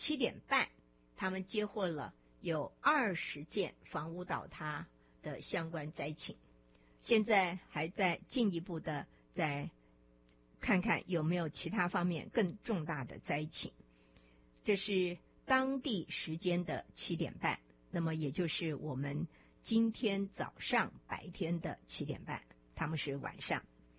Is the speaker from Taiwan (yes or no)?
yes; Taiwan; 因为我们曾经我在台湾出生长大，那个地震刚开始你会觉得哎呦